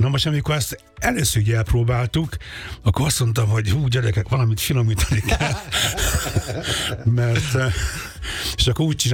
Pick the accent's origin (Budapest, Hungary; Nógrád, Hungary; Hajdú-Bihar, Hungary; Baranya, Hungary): Budapest, Hungary; én a Népstadion mellett nőttem fel a Stefánián.